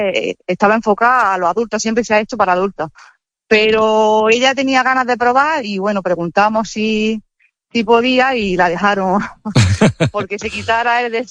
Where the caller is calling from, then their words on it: Andalusia, Spain; yo soy de Gorace.